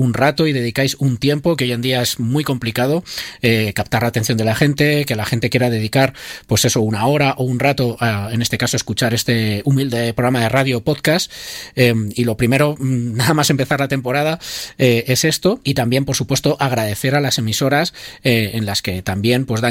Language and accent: Spanish; Guadalajara, Castilla-La Mancha, Spain; yo soy de Guadalajara y vengo aquí los miércoles a grabar el programa